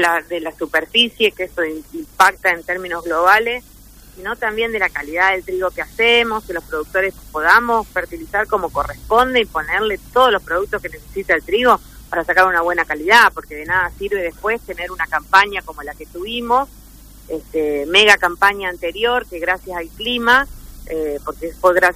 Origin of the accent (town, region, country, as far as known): Argentina